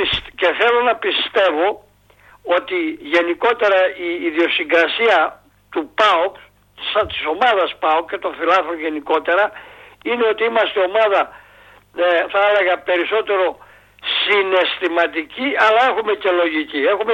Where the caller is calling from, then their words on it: Katerini, Central Macedonia, Greece; είμαι από Κατερίνη